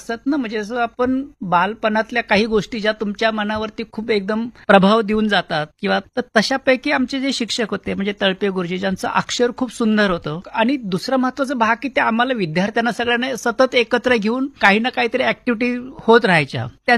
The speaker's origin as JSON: {"language": "Marathi", "region": "Maharashtra", "country": "India", "tie": "born or raised there", "said": "आदिवासी भाग आहे सर्व जो, तर हे असे आदिवासी जे वेगवेगळी छोटी छोटी गावं आहेत त्या गावांमध्ये तिथे माझं जन्म झाला आणि प्राथमिक शिक्षण सुद्धा माझं गावामध्येच झालं."}